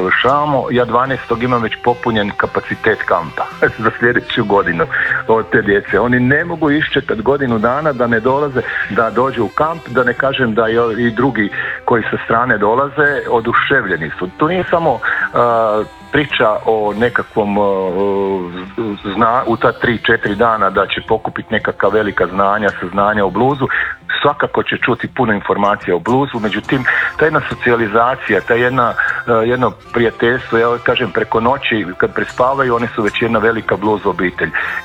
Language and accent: Croatian; Jasenovac, Sisak-Moslavina County, Croatia; Ja moram reći da sam rođen u Jasenovcu i pa sam onda vuko stalno na Posavinu, to sve dok nisam došao do Jasenovca. Tamo sam kao mali, ono, i odrasto normalno uz baku, dedu